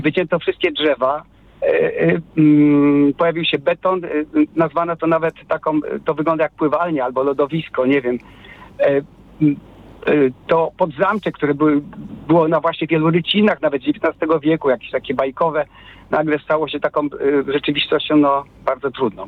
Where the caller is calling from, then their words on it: Polish Jura, Poland; Ja jeszcze mieszkam w jednym, zdawałoby się, z najpiękniejszych zakątków Polski, bo na Jurze. I rzeczywiście ten krajobraz, na przykład, kiedy ja się wprowadzałem do mojej wioski, bo jestem mieszkańcem miasta, ale który się przeprowadził na wioskę, był przecudowny.